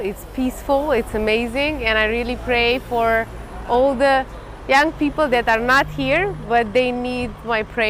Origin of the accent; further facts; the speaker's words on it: Romania; I'm from Romania. It's my first time here in Medjugorje.